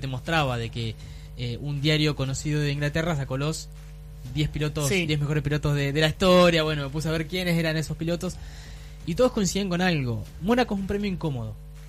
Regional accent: Argentina; Soy argentino.

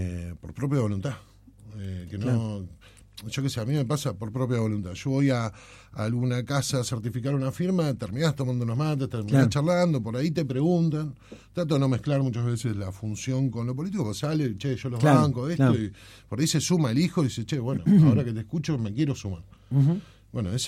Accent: Ushuaia, Tierra del Fuego, Argentina; Yo soy un hombre de Ushuaia, me voy a morir acá, me van a enterrar al lado de mi viejo.

